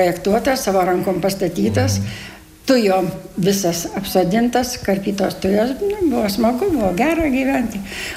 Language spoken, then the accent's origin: Lithuanian; Lazdijai, Alytus County, Lithuania; iš Lazdijų, iš Dzūkijos. Labai didžiuojuosi, kad aš iš Dzūkijos. Visai čia pat Lenkijos siena ir Baltarusijos siena. Tokiam kampelėje gyvenam. Gimus augus Lazdijuose.